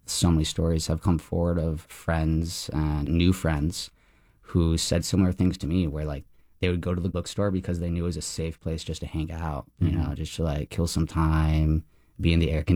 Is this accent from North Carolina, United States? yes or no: no; St. Petersburg, Florida, United States; Honestly, like growing up in St. Pete, there's never been a good comic book store or like indie zine shop.